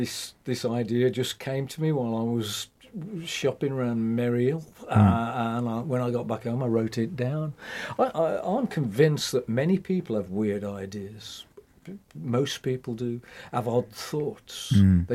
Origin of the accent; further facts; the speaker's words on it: West Midlands, United Kingdom; accent: Black Country; I was born on the Saltwells Estate, just across the other side of the woods from where we are now, in the Merry Hill Centre. So it was very Black Country